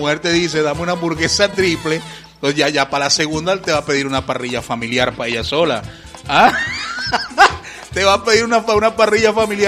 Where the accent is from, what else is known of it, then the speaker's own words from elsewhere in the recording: Venezuela; nosotros los venezolanos